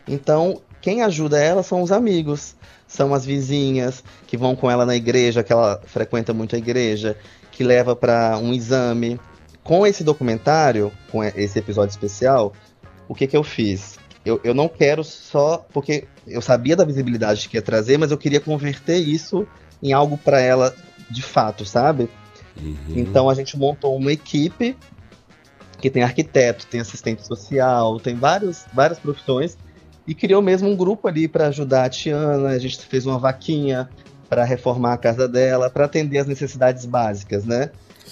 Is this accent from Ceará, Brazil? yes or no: no; Ipatinga, Minas Gerais, Brazil; eu sou do interior de Minas também, numa cidade chamada Ipatinga.